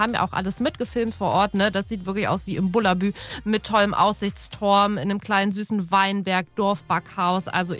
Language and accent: German; Saxony-Anhalt, Germany; Ist ein 70-Seelendorf in meiner Heimat im Jerichoer Land und da sind wir heute unterwegs gewesen